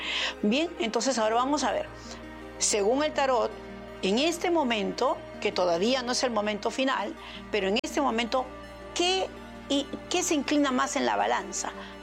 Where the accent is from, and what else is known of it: Peru